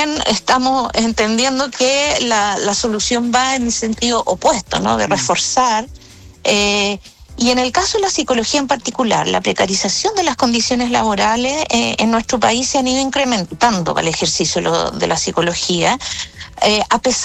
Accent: Chile

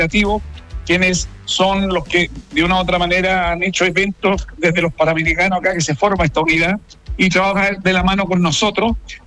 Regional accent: Chile

